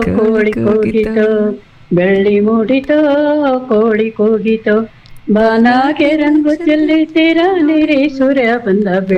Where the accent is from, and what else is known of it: Dharwad, Karnataka, India; born or raised there; moved away